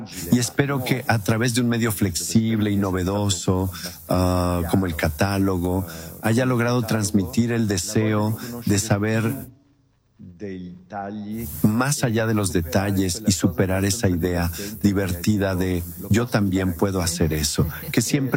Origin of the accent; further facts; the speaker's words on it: Argentina; pero yo vengo de Argentina, de Sudamérica, donde tenemos kilómetros y kilómetros de pampas infinitas.